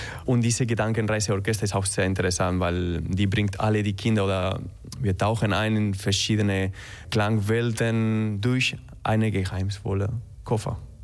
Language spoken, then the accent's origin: German; Madrid, Community of Madrid, Spain; German is a second language; moved away; also born or lived in Alicante; Ich komme aus Madrid.